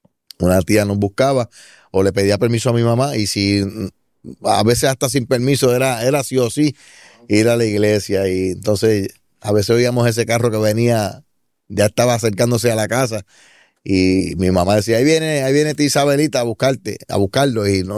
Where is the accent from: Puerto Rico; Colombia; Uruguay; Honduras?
Puerto Rico; Vega Baja; un 20 de septiembre de 1978. Ya unos cuantos añitos. Y allí en la ciudad pues de Vega Baja me crié y allí vivo todavía, ¿verdad? Vivo allí con mi familia, mi papá, mi mamá. Vivo aparte, pero vivo en Vega Baja.